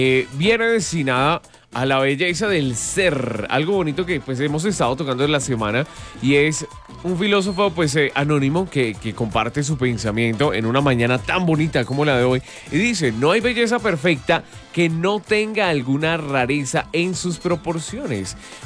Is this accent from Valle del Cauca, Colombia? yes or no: no; Tunja, Boyacá, Colombia; Soy de Tunja, sí.